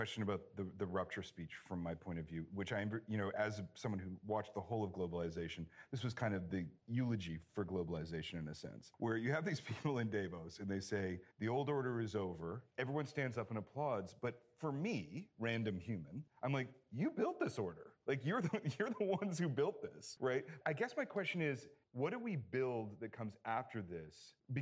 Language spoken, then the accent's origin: English; Edmonton, Alberta, Canada; I'm a born multiculturalist. We grew up in Edmonton, highly multicultural society.